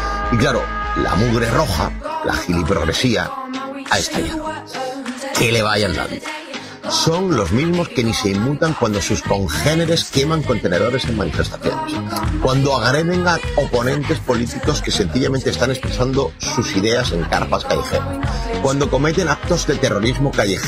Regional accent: Almería, Andalusia, Spain; igual que me ocurre con cualquier otro almeriense que dé el salto o que no lo dé, y por supuesto, con todos los clubes de mi tierra

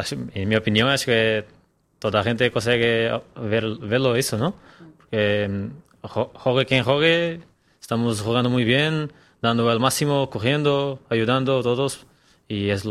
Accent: Algarve, Portugal; Spanish is a second language; Yo soy de sur de Portugal, Algarve, que es como un poco como aquí, como Almería, la temperatura, mucho calor también, una ciudad muy pequeña también, eso es muy parecido.

